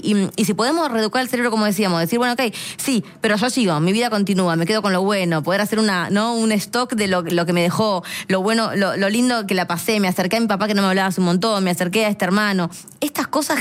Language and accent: Spanish; Argentina; importa que somos argentinos